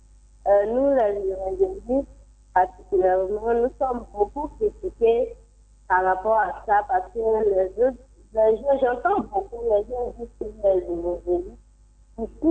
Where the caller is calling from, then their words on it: Abidjan, Côte d’Ivoire; Je vous appelle de Plateau.